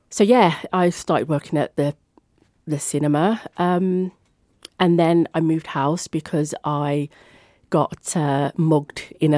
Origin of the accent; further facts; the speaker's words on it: Birmingham, West Midlands, United Kingdom; moved away as an adult; now in Black Country, United Kingdom; when I moved over to the Black Country, because I'm a Brummie.